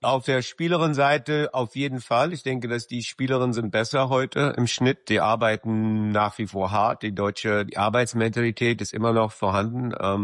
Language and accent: German; Lichtenrade, Berlin, Germany; Aber es war Lichtenrade. Zuerst bin ich aufgewachsen in Lichtenrade, habe da sehr, sehr früh angefangen, die erste Damenmannschaft zu trainieren.